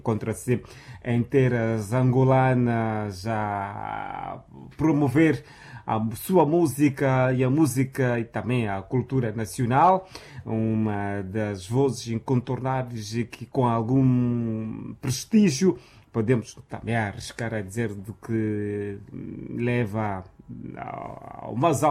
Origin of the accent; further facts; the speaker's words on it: Mozambique; nós como moçambicanos